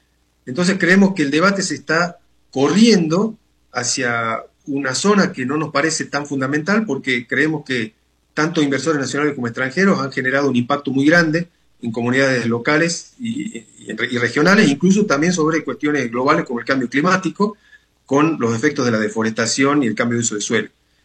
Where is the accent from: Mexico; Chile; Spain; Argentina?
Argentina; incluso desde el punto de vista personal, ¿no? como ciudadano argentino.